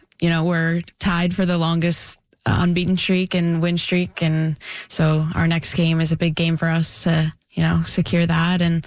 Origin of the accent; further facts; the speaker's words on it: Ottawa, Ontario, Canada; It's been an amazing experience playing back home in front of my family and friends. And to be able to represent this city in my hometown is truly amazing.